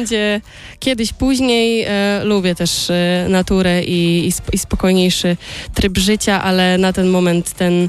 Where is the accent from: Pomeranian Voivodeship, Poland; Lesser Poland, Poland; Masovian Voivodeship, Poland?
Masovian Voivodeship, Poland; Sochaczew; now in Warsaw, Poland; Pochodzę z Sochaczewa, urodziłam się w Sochaczewie. No i teraz też w sumie wracam. Wracam i bywam. Mieszkam już poza Sochaczewem, ale jestem też, wydaje mi się, związana bardzo z tym miejscem.